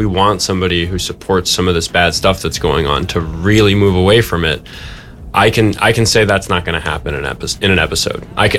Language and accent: English; New York City, New York, United States; now in Minneapolis, United States; I grew up in Manhattan